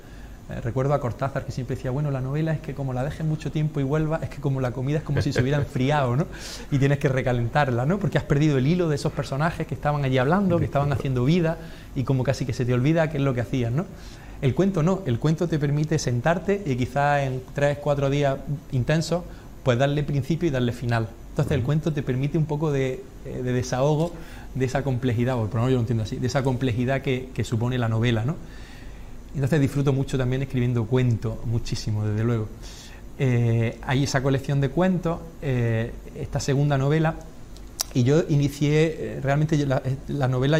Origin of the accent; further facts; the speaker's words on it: Adra, Andalusia, Spain; born there; en mi pueblo, en mi querido pueblo, en Adra